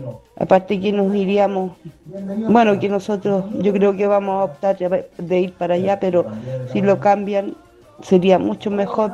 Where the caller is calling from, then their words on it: Callejones, O'Higgins, Chile; de Callejones.